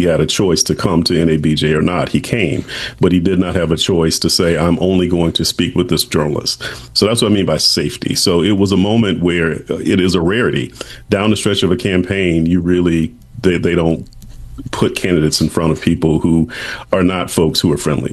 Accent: South Carolina, United States; I'm from South Carolina. So early voting South Carolina, I was deeply steeped in politics.

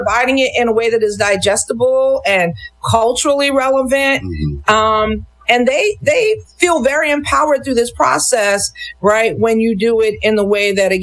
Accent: United States

